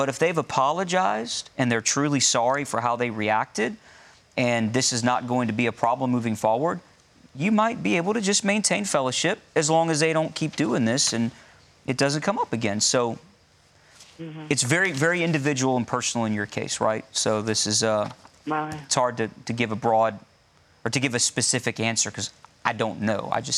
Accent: Pittsburgh, Pennsylvania, United States; moved away; I'm originally from Pittsburgh.

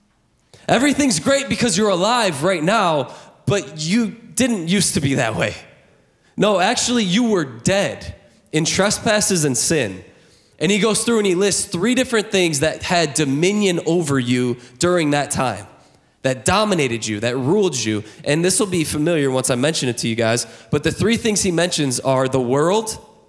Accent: Michigan, United States; now in Louisiana, United States; Growing up in Michigan, our professional football team is the Detroit Lions.

